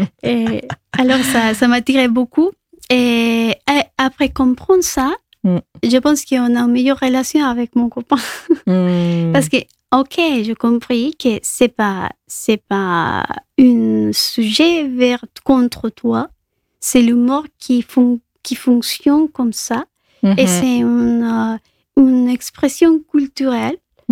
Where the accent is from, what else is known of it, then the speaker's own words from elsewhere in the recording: Colombia; French is a second language; moved away as an adult; now in France; comme je suis de la Colombie